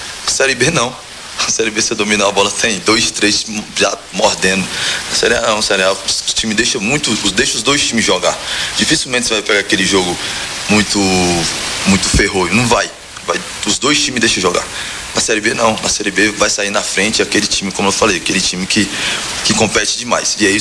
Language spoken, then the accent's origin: Portuguese; Ceará, Brazil; Da onde eu sou do Ceará, o sol é igual daqui, não tem essa pertinho.